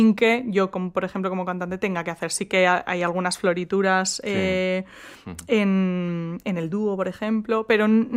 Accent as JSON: {"language": "Spanish", "region": "Basque Country", "country": "Spain", "said": "como buena vasca, pues tengo todas las S's que encima a mí me silban un montón."}